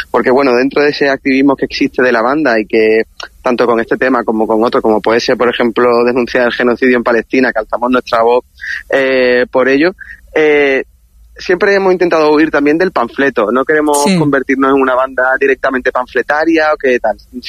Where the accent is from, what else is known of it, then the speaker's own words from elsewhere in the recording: Málaga, Andalusia, Spain; somos todos de Málaga capital